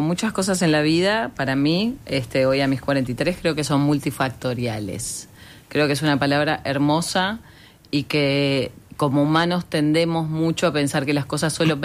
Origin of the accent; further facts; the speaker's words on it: Buenos Aires, Argentina; moved away as an adult; also born or lived in Córdoba, Argentina; now in Uruguay; Soy argentina, nacida en Córdoba, pero criada en Buenos Aires. De Córdoba tengo muy pocos recuerdos, la verdad. Y después Buenos Aires viví hasta los 19. Nunca fue un lugar que yo lo sentí muy propio, ¿sabes?